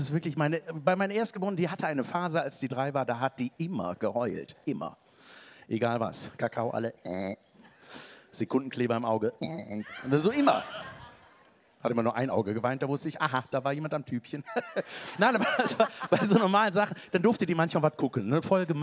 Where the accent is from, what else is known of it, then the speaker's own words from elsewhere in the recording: Cologne, North Rhine-Westphalia, Germany; accent: Kölsch; Wow, das ist Köln. Das mag ich. Dach Köln. Ich mag auch unseren Dialekt.